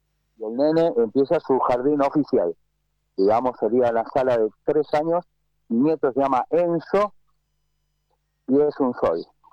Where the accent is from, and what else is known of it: Buenos Aires, Argentina; born or raised there